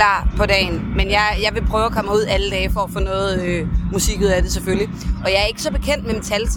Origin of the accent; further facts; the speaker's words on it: Fredericia, Region of Southern Denmark, Denmark; jeg var fra Fredericia, og vi havde jo den her Fredericia Hardcore Festival, hvor jeg altid var frivillig på.